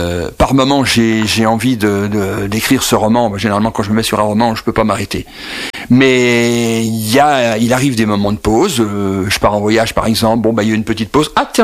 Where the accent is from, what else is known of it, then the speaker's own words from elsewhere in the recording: Nevers, Bourgogne-Franche-Comté, France; Je suis de Nevers de Cise